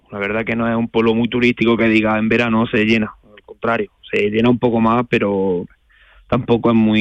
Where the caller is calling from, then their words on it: Campillo de Arenas, Andalusia, Spain; Somos unos 1.500 habitantes.